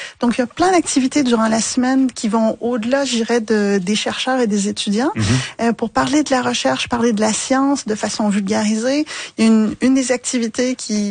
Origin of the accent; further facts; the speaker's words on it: Trois-Rivières, Quebec, Canada; moved away as an adult; now in Paris, France; je suis une diplômée de l'UQTR. J'ai grandi à Trois-Rivières.